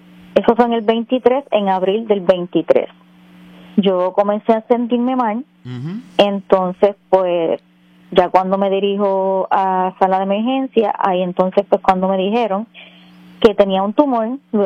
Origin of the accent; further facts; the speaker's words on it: Aguada, Puerto Rico; es de Aguada.